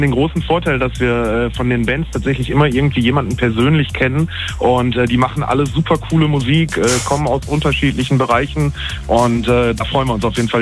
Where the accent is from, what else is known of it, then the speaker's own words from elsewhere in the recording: Mülheim, North Rhine-Westphalia, Germany; ich komme aus Mülheim, ich wohne hier